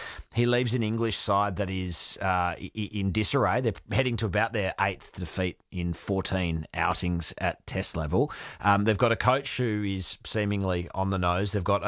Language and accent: English; Australia; Like, even as an Australian, like, it comes straight to the forefront of your mind